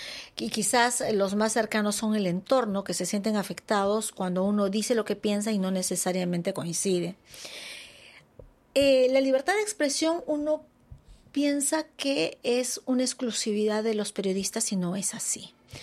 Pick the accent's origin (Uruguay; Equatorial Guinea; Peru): Peru; las mujeres peruanas hemos empezado en el ejercicio de nuestros derechos civiles y políticos mucho más tarde.